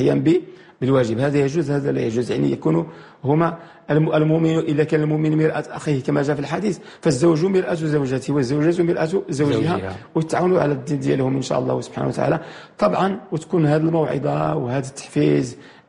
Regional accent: Morocco; عندنا في المغرب

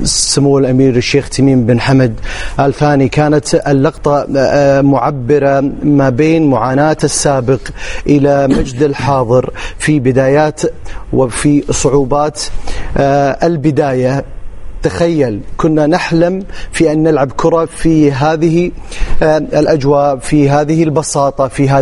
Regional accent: Qatar; جعلتنا جميعا بداية كقطريين وكخليجيين وكعرب

